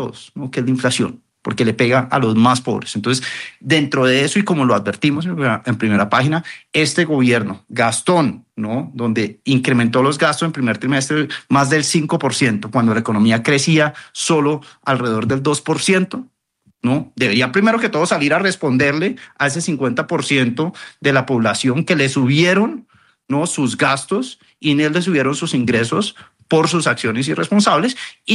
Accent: Colombia; como colombianos, tenemos que mirar cómo ayudamos a esa población vulnerable

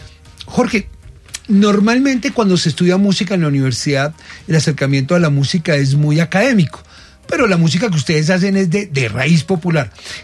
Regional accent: Andean region, Colombia; No, soy andino.

